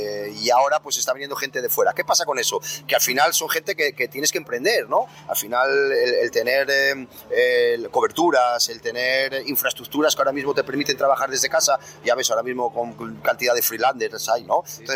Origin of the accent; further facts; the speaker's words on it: Aller, Asturias, Spain; muchísimas gracias por mostrar mi tierra.